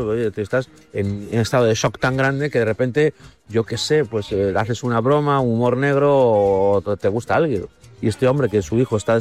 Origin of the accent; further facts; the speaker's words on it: Galicia, Spain; now in Madrid, Spain; Pero yo en Galicia estoy en casa.